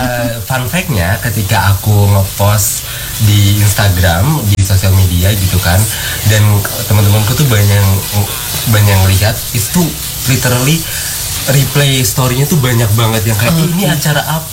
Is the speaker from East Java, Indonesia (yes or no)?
yes; Surabaya, East Java, Indonesia; ketika aku di kotaku Surabaya